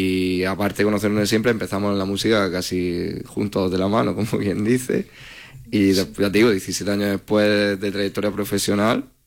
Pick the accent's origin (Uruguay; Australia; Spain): Spain; Almanzora valley, Andalusia; más si somos de aquí de la zona, somos de Cuadra Almanzora